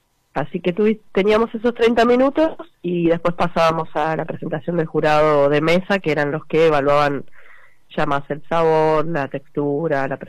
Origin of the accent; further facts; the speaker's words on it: Zapala, Neuquén, Argentina; Sí, yo soy de Zapala, nací y criada ahí.